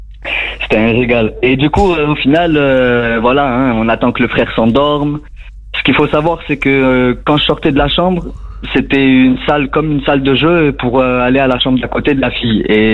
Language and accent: French; Nice, Provence-Alpes-Côte d'Azur, France; Moi, je suis de Nice, donc ils ont dû partir à la Timone pendant 2 semaines.